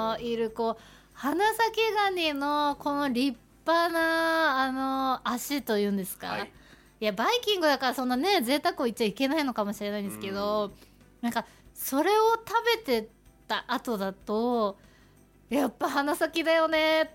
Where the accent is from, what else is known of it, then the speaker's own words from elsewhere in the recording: Iwamizawa, Hokkaido, Japan; now in Sapporo, Japan; 私地元の岩見沢にいるときはすごい醤油ラーメン派だったんですけど、なぜか札幌に来たら味噌ラーメン派になっちゃいました。